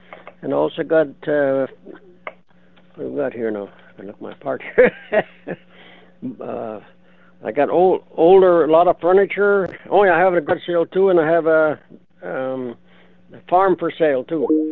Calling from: Eriksdale, Manitoba, Canada; Calling from the Eric Sale area.

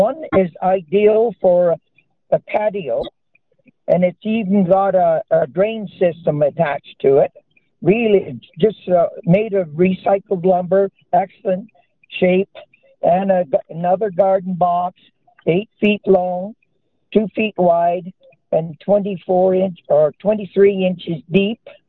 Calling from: Stonewall, Manitoba, Canada; Calling from Stonewall, Manitoba.

